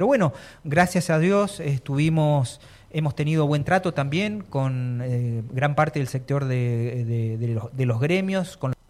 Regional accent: Allen, Río Negro, Argentina; Soy una persona de Barrio Tiro Federal, de Allen, todos me conocen, estoy viviendo en Barrio Sauce

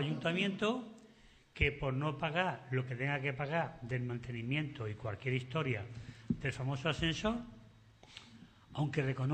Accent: Seville, Andalusia, Spain; now in Sanlúcar de Barrameda, Spain; Yo soy sevillano, trianero

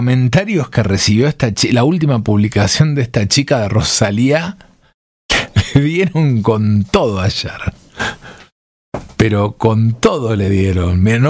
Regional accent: Argentina; Somos así. Bueno, somos argentinos, nos corre sangre en las venas.

